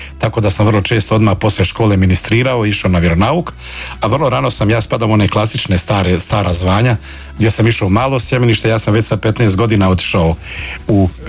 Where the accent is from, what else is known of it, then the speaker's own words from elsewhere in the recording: Bulići, Federation of Bosnia and Herzegovina, Bosnia & Herzegovina; also born or lived in Visoko; Da, ja sam rođen, dakle, nedaleko u mjestu Bulići, 10.10.1968. Od roditelja … dakle, katolički, tradicionalni hrvatskoj katoličkoj obitelji.